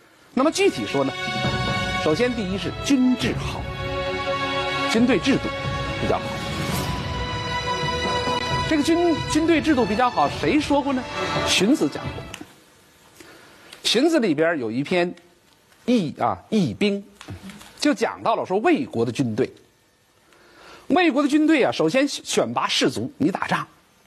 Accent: China

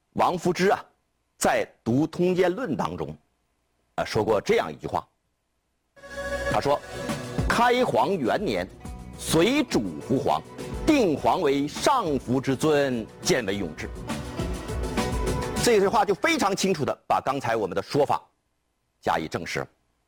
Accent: China; 他呀、啊、给我们中国人建立了不朽的功勋。

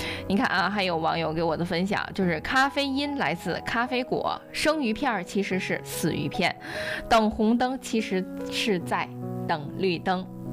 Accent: China; 作为一个中国人啊

